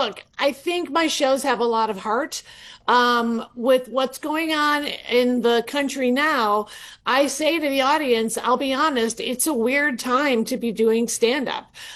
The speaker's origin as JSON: {"language": "English", "town": "Chicago", "region": "Illinois", "country": "United States", "said": "As a Chicagoan, I'm the only Chicagoan, I root for both of them."}